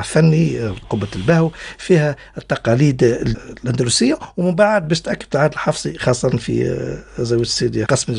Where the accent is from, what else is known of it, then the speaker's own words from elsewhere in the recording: Kairouan, Kairouan Governorate, Tunisia; كما عندنا في القيروان ثلاث أبراج متراكبة